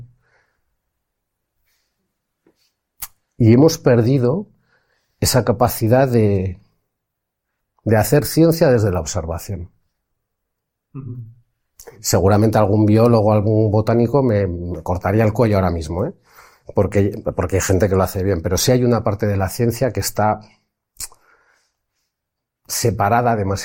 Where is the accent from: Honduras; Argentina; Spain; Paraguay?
Spain; Basque Country; Yo que soy de País Vasco